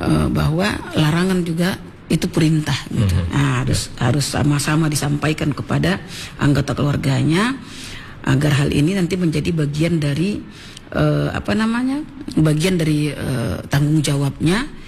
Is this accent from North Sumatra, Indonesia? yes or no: yes; Tanjungbalai, North Sumatra, Indonesia; Yang Tanjung Balai ini daerah saya nih.